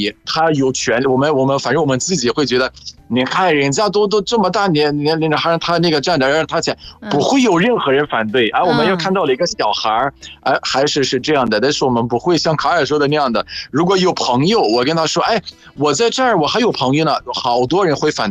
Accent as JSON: {"language": "Chinese", "country": "Egypt", "second_language": "Chinese", "said": "比如说你看排队这个，我们埃及人有自己的规矩"}